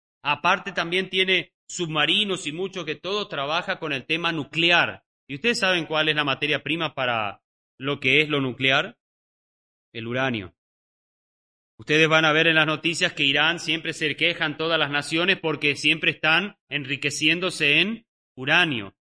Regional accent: Argentina

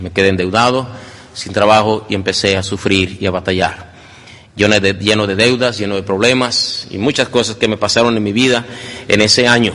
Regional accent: Cananea, Sonora, Mexico; mi iglesia metodista libre en Cananea.

